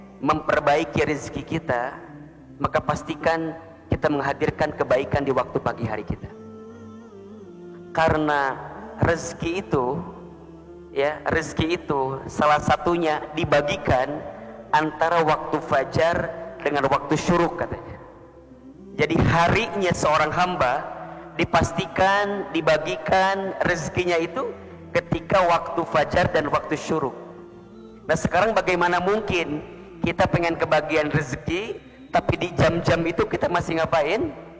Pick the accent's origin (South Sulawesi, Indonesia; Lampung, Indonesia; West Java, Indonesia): West Java, Indonesia; Garut; moved away; Saya waktu di Garut itu, saya aslinya orang Garut